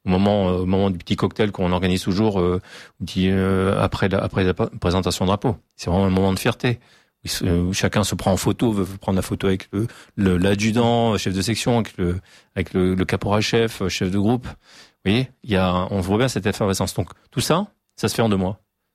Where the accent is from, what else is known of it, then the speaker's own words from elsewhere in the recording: New Caledonia; On vient de Nouvelle-Calédonie, donc prenons le deuxième.